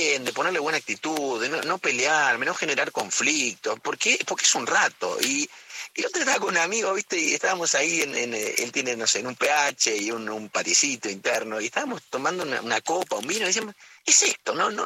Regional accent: Córdoba, Argentina; born there; En la ciudad de Córdoba.

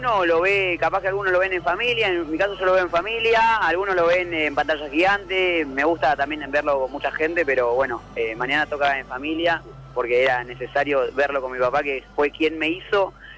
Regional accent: Buenos Aires, Argentina; Yo vengo de San Cristóbal, acá los muchachos vienen algunos de Matadero, todos somos de acá de Buenos Aires, de la capital.

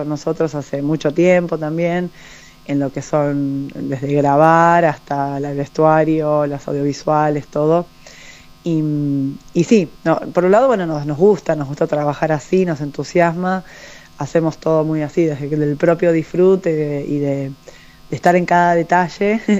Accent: Buenos Aires metropolitan area, Argentina; Somos de Buenos Aires, de distintos barrios de Capital y de Gran Buenos Aires. Pero sí, todos acá del AMBA, digamos.

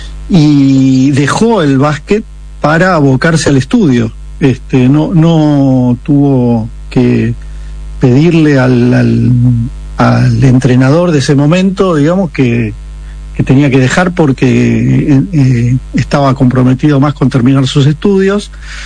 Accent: La Plata, Buenos Aires Province, Argentina; yo soy platense

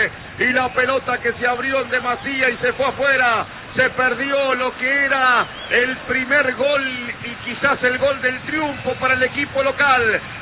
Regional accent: Córdoba, Argentina; mirá que yo soy de cordobés, así que en ese sentido soy muy objetivo

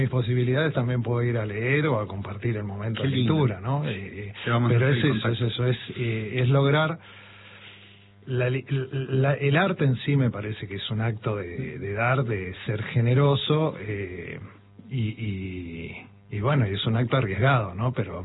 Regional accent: Buenos Aires Province, Argentina; also born or lived in Mendoza; now in La Boca, Buenos Aires, Argentina; Soy mendocino, sí. Me crié en el Gran Buenos Aires y la mitad de mi vida la llevo viviendo en La Boca.

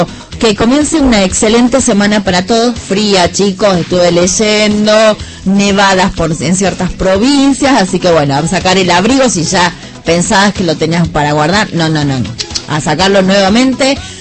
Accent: Argentina

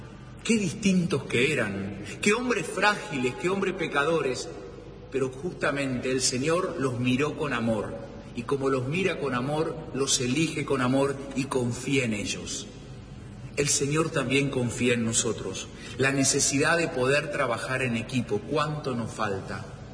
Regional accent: Argentina; que como argentinos podamos reconstruir los vínculos, que sepamos que la solución a los problemas de nuestro país es entre todos, con todos.

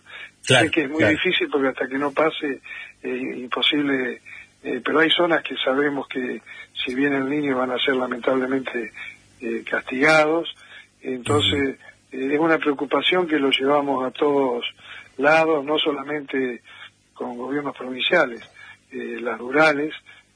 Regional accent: Argentina; no podemos permitirnos como argentinos, y esto no es una crítica a nadie

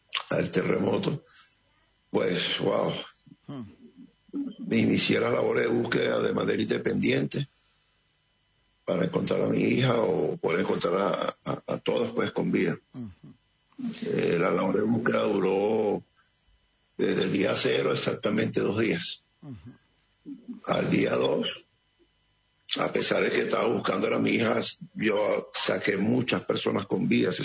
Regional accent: El Salvador; Yo vengo, un ejemplo, ¿no? Yo vengo de El Salvador, pero como que vinieron a curiosear.

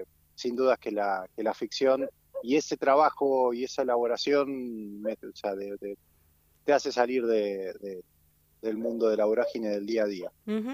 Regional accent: Rosario, Santa Fe, Argentina; born there; now in Mallín Ahogado, Argentina; soy un bicho de ciudad, nací en Rosario, nací en un barrio, bueno, que eran los viejos Fonavi, después me fui a un barrio, digamos, es como mucho cemento y vida citadina.

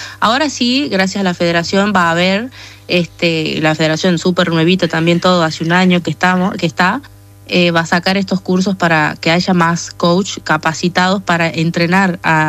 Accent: northern Argentina, Argentina; vos no tenés acento de Argentina, uh-huh, o no pareces argentina, y en realidad es porque soy norteña

